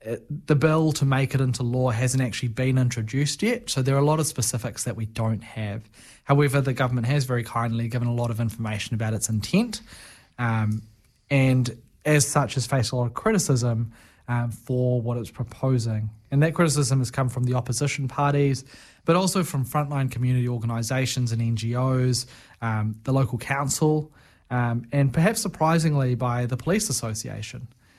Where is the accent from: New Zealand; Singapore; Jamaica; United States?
New Zealand; Christchurch, Canterbury; A little bit about me, I'm originally from Christchurch.